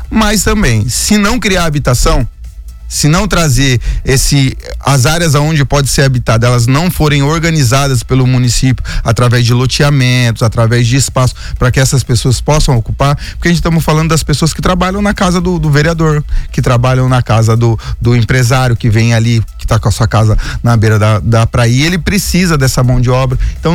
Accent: São Sebastião, São Paulo, Brazil; also born or lived in Caraguatatuba; Eu nasci em Caraguá e fui criado em São Sebastião

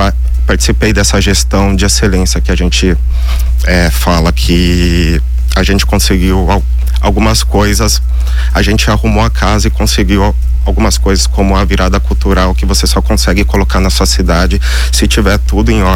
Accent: Caraguatatuba, São Paulo, Brazil; moved away as an adult; also born or lived in São José dos Campos; E eu cresci em Caraguatatuba e meu desejo era voltar para Caraguatatuba.

